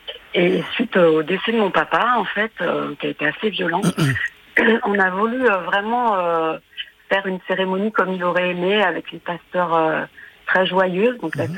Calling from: Auvergne-Rhône-Alpes, France; J'appelle de Toulon, en Ardèche.

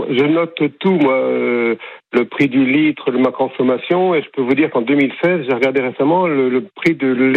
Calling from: Lannion, Brittany, France; J'habite en Bretagne, à Lannion.

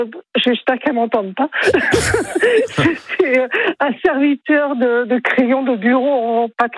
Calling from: Nouvelle-Aquitaine, France; Bonjour du Poitou, parce que je suis en Poitou.

